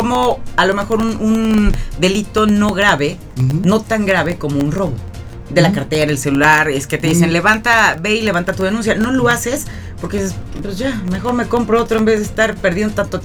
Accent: Mexico; Somos los mexicanos.

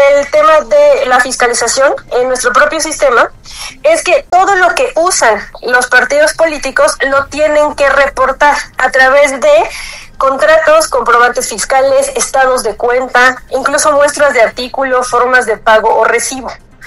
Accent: Mexico; nuestro país México

